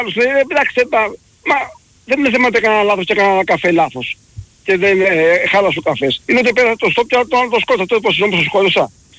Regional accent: Evia, Central Greece, Greece; είμαι από Εύβοια.

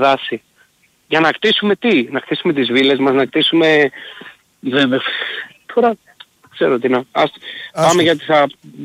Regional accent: Corinth, Peloponnese, Greece; επειδή είναι από Κόρινθο

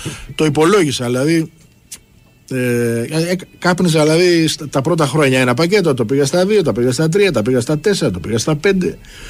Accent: Piraeus, Attica, Greece; Είμαι Πειραιώτης, έχω γεννηθεί εδώ πιο δίπλα, δηλαδή.

